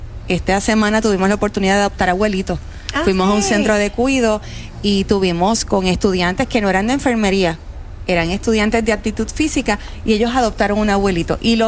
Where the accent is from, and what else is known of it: Puerto Rico